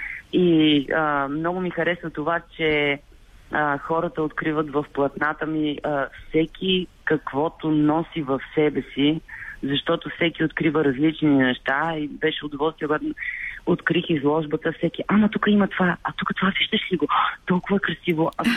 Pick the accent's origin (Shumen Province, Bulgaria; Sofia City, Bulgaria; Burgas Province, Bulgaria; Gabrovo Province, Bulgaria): Burgas Province, Bulgaria; Burgas; born or raised there; moved away